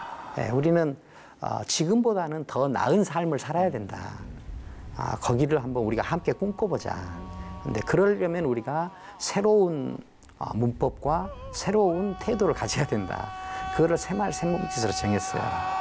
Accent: Hampyeong, South Jeolla, South Korea; moved away; 그래서 제 고향을 사랑해요. 저는 한평을 사랑합니다.

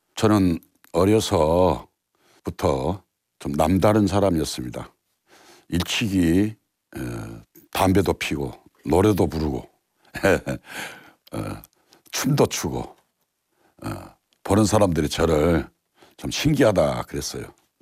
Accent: Jindo, South Jeolla, South Korea; 예, 저는 진도에서 태어나서 지금까지 진도에서 77년 동안 살고 있는 … … 진도군 의심면 돈지리 생년월일 49년 2월 7일생.

